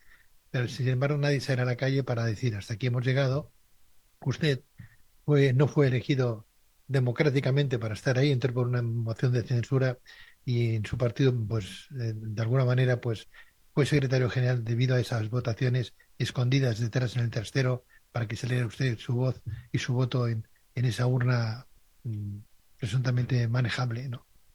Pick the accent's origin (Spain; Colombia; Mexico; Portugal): Spain; yo me siento español